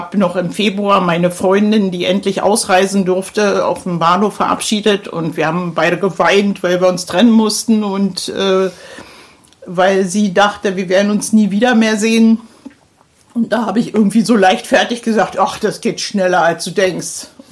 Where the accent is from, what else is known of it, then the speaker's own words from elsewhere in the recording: Berlin, Germany; Also ich komme aus dem Stadtbezirk Pankow und habe mich da auch engagiert